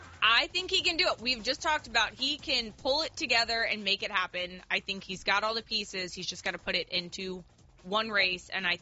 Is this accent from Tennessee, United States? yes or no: no; Houston, Texas, United States; This is the longest I've ever lived anywhere outside of college and growing up in Houston